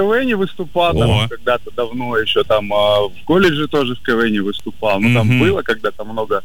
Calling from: Goryachy Klyuch, Krasnodar Krai, Russia; Я с Горячего Ключа, Краснодарский.

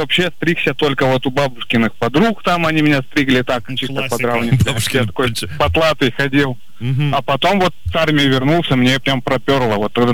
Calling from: Yaroslavl, Yaroslavl Oblast, Russia; Алло, добрый день … я из Ярославля.

